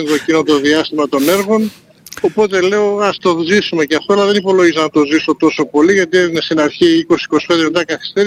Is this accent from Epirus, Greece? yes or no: yes; Ioannina, Epirus, Greece; now in Thessaloniki, Greece; Επέστρεφα από την ιδιαίτερη πατρίδα μου στα Γιάννενα